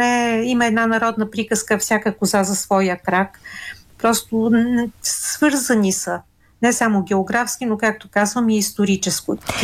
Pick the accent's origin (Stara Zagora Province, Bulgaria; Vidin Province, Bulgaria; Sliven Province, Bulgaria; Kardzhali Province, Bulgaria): Vidin Province, Bulgaria; Belogradchik